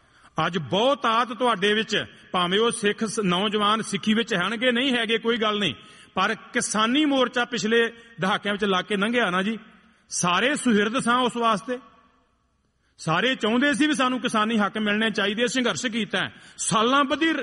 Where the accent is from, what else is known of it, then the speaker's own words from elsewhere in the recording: Punjab, India; moved away; ਅਸੀਂ ਉਸ ਇਲਾਕੇ ਦੇ ਹਾਂ ਜਿਨ੍ਹਾਂ ਇਲਾਕਿਆਂ ਵਾਸਤੇ ਤੁਹਾਡੇ ਕੰਨੀ ਇਹ ਕਹਾਵਤਾਂ ਪਈਆਂ ਨੇ ਵੀ 20-20 ਸਾਲ ਉਹਨਾਂ ਪਿੰਡਾਂ ਚੋਂ ਬਰਾਤਾਂ ਨਹੀਂ ਚੜੀਆਂ